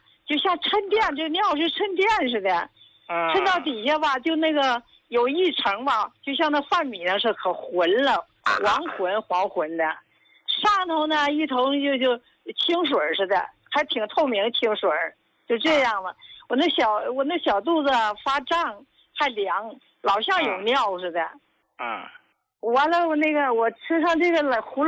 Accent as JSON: {"language": "Chinese", "town": "Qinhuangdao", "region": "Hebei", "country": "China", "said": "我是秦皇岛的。"}